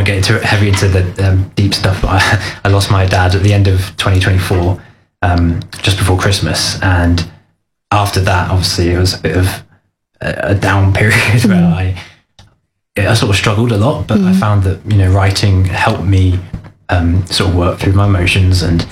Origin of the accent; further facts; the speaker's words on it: Ringwood, South East England, United Kingdom; moved away as an adult; now in Winchester, United Kingdom; I'm from the New Forest, so a town called Ringwood. And I'm based in Winchester now. I was doing university there, so I sort of decided to stay there for the time being.